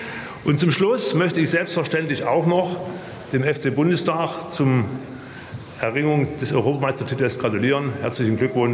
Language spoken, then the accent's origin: German; Leipzig, Saxony, Germany; Und als stolzer Leipziger unterstütze ich dieses Vorhaben selbstverständlich aus tiefstem Herzen.